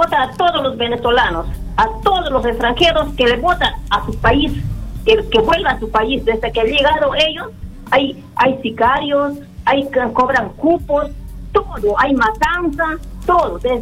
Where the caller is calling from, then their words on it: Huánuco, Peru; le llamo de Huánuco.